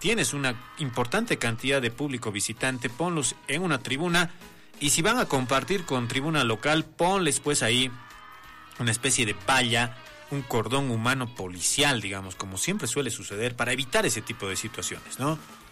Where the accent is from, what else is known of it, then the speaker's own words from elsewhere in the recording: Potosí, Bolivia; yo soy potosino